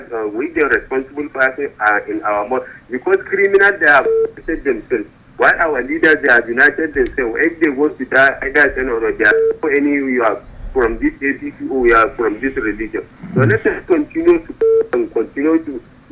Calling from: Lagos, Nigeria; I'm calling you from Lagos.

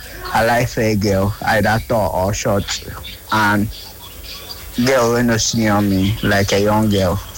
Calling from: Akwa Ibom, Nigeria; I come from Akwa Ibom. I'm 23 years old. August 14 will make me 23 years old.

